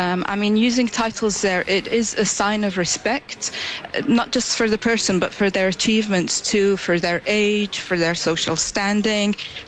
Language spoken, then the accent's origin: English; Syria; Well, my experience growing up in Syria, it's pretty much like the situation in Nigeria.